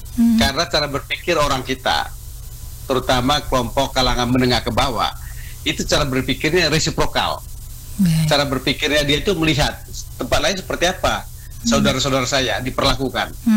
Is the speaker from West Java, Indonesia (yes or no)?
no; East Nusa Tenggara, Indonesia; Bu Christine, saya dari Pantai Utara Flores, saya tahu betul cukup banyak keluarga dari satu atau satu klan misalnya